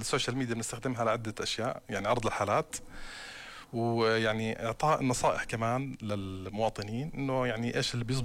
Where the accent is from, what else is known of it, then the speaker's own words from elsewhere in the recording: Jordan; احنا يعني في الاردن عندنا يعني كثير في ناس مثلا مشهورين